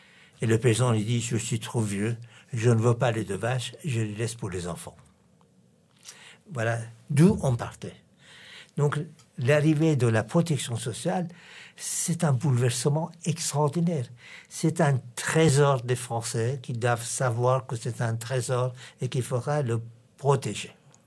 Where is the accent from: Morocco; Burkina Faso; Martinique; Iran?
Iran; French is a second language; now in France; il y a des Français d'origine breton, des Français d'origine corse, mais je suis un Français d'origine iranien.